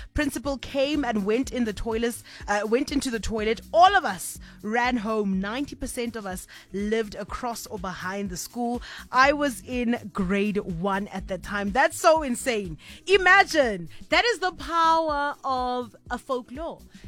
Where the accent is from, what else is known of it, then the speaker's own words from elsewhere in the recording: South Africa; being a South African